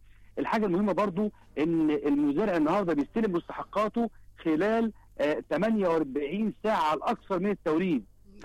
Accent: Egypt; ومفيش ازمه عندنا في مصر

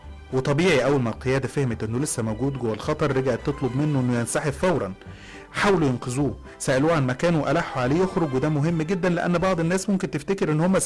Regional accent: Egypt; الحقيقة أنه كان مصري، ولينا الشرف إن إحنا مصريين.

